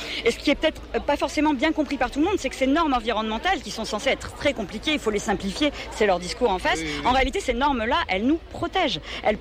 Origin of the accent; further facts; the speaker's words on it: Toulouse, Occitanie, France; Hein, je viens de Toulouse